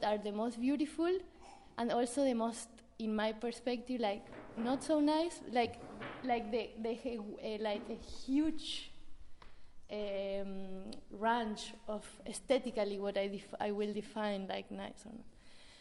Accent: Argentina; English is a second language; I'm a ceramist. I'm here. I'm from Argentina, and I would like to meet you.

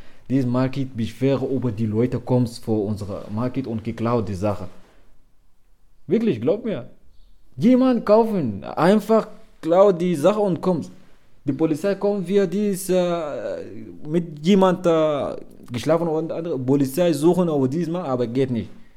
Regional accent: Sudan; German is a second language; moved away as an adult; now in Germany; Ich komme aus dem Sudan und ich kann Arabisch sehr, so gut.

